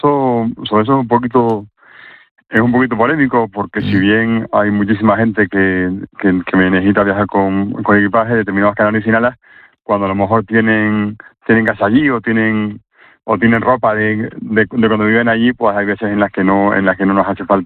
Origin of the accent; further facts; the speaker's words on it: Canary Islands, Spain; born there; now in Spain (mainland); al ser canarios que en su momento nacimos en Canarias y que tuvimos casa en Canarias o que vivimos a casa de nuestros padres